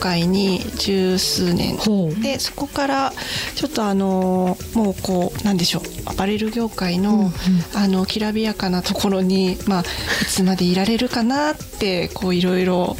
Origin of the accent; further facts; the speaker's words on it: Tokyo, Japan; 私自身は東京で生まれ育ってるんですけれども、